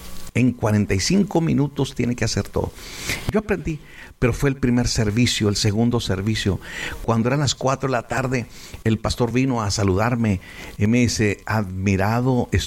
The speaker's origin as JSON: {"language": "Spanish", "town": "Ciudad Juárez", "region": "Chihuahua", "country": "Mexico", "said": "Entonces, más de Juárez, que estamos acostumbrados."}